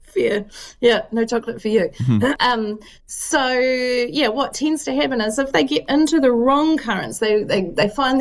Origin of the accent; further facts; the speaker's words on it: Southland, New Zealand; because I'm from Southland and therefore not a vegetarian.